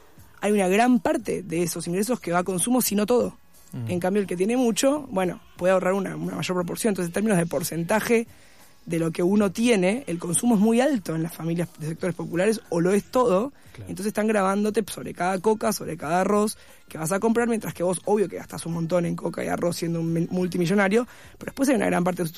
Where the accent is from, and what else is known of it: Argentina